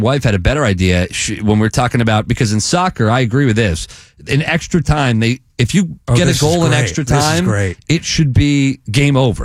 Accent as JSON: {"language": "English", "region": "Tennessee", "country": "United States", "tie": "born or raised there", "said": "I grew up in Tennessee playing tackle"}